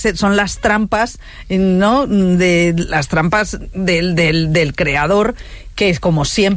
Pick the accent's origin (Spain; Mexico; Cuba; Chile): Spain; Burgos, Castile and León; yo es que soy muy de Burgos